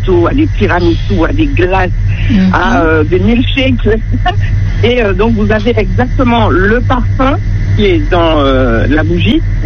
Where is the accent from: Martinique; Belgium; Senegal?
Martinique; now in France; je suis martiniquaise, je vis en France et là je suis en vacances